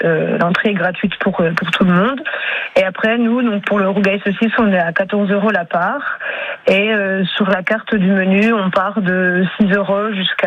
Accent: Pontarlier, Bourgogne-Franche-Comté, France; Tout à fait. En fait, je suis plus du Haut-Doubs, moi, de Pontarlier.

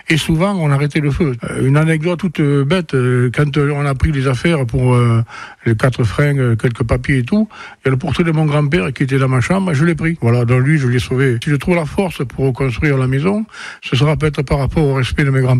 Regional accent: Nouvelle-Aquitaine, France; born there; Je suis né à Somos, là où il y a eu tous ces incendies, Somos, le porche, le temple, etc. Je suis né dans cette maison qui a été dévastée par le feu

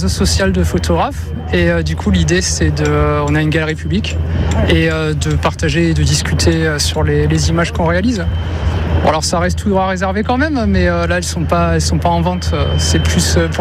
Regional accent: Auvergne-Rhône-Alpes, France; now in Lyon, France; Moi je suis origine Auvergne, histoire, et là je vis sur Lyon, donc je suis pas très loin.

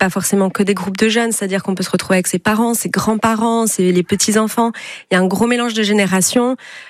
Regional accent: Hauts-de-France, France; déjà, je suis du Nord, donc, j'ai quand même un petit attachement pour le mauvais temps.

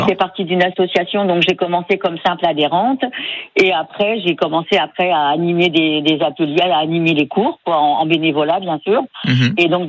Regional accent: Grand Est, France; moved away as an adult; now in Vendargues, France; moi je suis originaire de l'Aube.

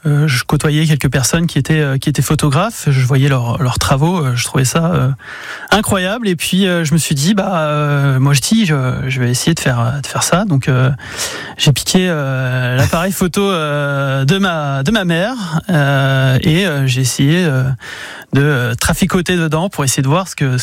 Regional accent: Poitiers, Nouvelle-Aquitaine, France; also born or lived in Paris; Donc du coup, moi je suis né sur Paris. Et il y a à peu près 30 ans, en 96, je suis arrivé sur Poitiers. Donc j'ai fait toutes mes études sur Poitiers, donc de la maternelle à Saint-Exupéry jusqu'à la fac en master

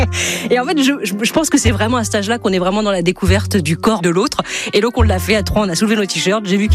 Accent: Centre-Val de Loire, France; also born or lived in Laval / Le Mans / Bordeaux / Quebec; now in Quimper, France; J'ai grandi en Beauce, dans des paysages là, remplis de champs de maïs, de champs de blé.

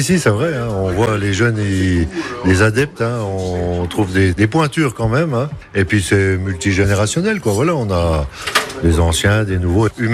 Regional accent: Étuz, Bourgogne-Franche-Comté, France; born there

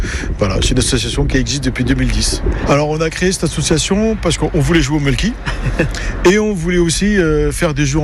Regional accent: Normandy, France; Donc, comme on est normand, donc on est champion du monde, forcément.

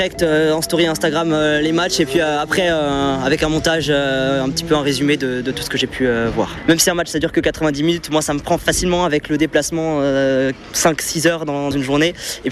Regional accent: Grand Est, France; je viens d'Alsace

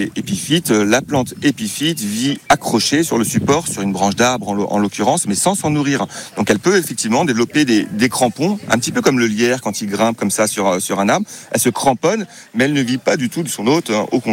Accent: Pays de la Loire, France; Moi je suis originaire de Vendée

